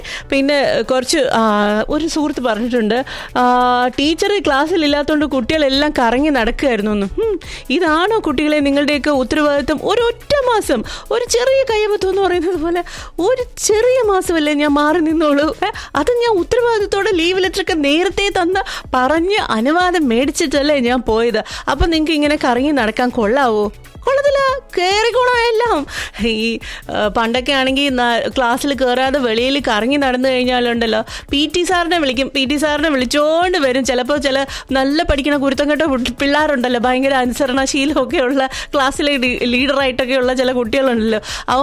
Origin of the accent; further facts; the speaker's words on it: Thiruvananthapuram, Kerala, India; accent: Thiruvananthapuram slang; ഞങ്ങൾ തിരുവനന്തപുരത്തുകാരാണ് സാർ.